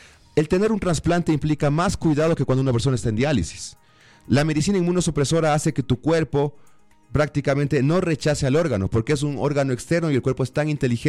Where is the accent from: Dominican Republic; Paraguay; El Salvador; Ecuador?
Ecuador; Los niños no somos, los niños ecuatorianos no somos conejillos de indias para que el Estado pruebe medicina si funciona o no